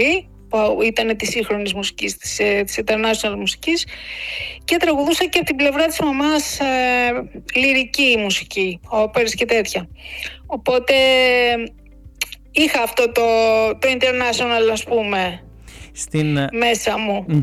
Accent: Greece; moved away as an adult; also born or lived in United States; Στην Ελλάδα γεννήθηκα, στην Ελλάδα μεγάλωσα.

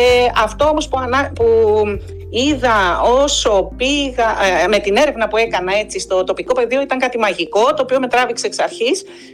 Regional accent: Alexandroupoli, Eastern Macedonia and Thrace, Greece; Εγώ ζω 30 χρόνια στην περιοχή. Είμαι από το νομό Εύρω, από την Αλεξανδρούπολη. Η καταγωγή μου είναι από τις Σφαίρες.

